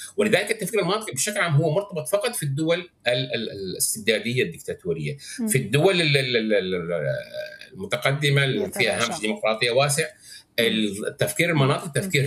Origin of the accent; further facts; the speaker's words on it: Syria; نحن نحتاج كسوريين